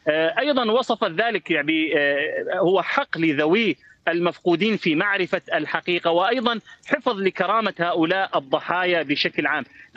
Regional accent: Deir ez-Zor Governorate, Syria

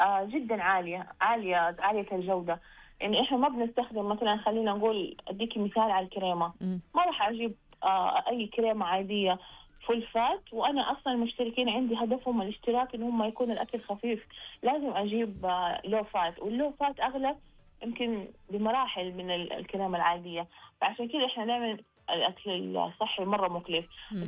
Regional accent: Saudi Arabia; احنا كشعب سعودي

